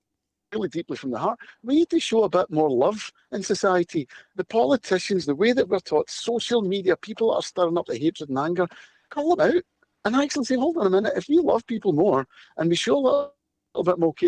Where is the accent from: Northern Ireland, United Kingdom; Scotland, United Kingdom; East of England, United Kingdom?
Scotland, United Kingdom; Glasgow; I was born in Glasgow, lived here all my life. I've raised a family here. I love the city. I'm proud to be Scottish.